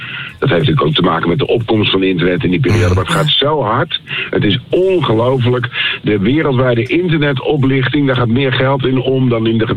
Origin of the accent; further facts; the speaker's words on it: Hoornaar, South Holland, Netherlands; moved away; Ik heb een groot deel van mijn jeugd doorgebracht in Hoornaar.